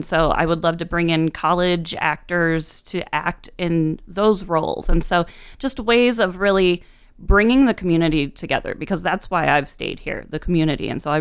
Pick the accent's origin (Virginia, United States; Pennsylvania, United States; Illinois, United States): Illinois, United States; Sterling; moved away as an adult; also born or lived in Peoria, Illinois / Champaign, Illinois / Chicago, Illinois / Iowa; now in Bloomington-Normal, United States; I grew up in Sterling, Illinois. I was born in Peoria, but that was it. Then I back to Sterling.